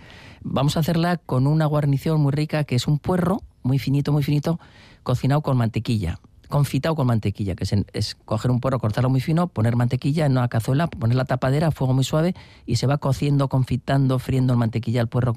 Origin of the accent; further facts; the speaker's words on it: Basque Country, Spain; Podría decir, no, es que como soy de Vizcaya, el vizcaíno, cualquier, o sea, adoro tanto al chacolí que todos son buenísimos.